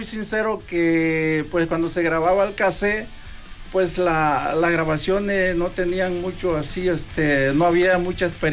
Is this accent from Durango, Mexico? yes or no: no; Juchitán, Guerrero, Mexico; Nosotros somos de Juchitán, Guerrero.